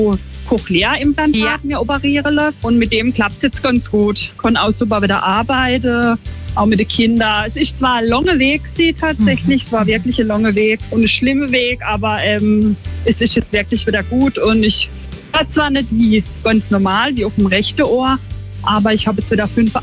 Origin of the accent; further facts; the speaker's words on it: Schonach, Baden-Württemberg, Germany; ich komme aus Schonach im Schwarzwald